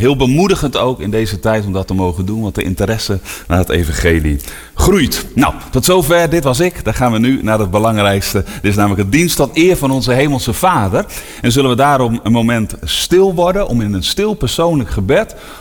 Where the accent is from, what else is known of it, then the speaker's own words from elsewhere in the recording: Nieuw-Pekela, Groningen, Netherlands; Ik kom uit Nieuw-Pekela.